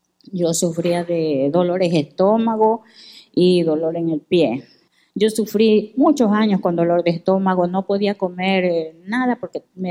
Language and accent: Spanish; Daule, Guayas, Ecuador; Me dieron el pase aquí a Guayaquil porque yo soy de Daule.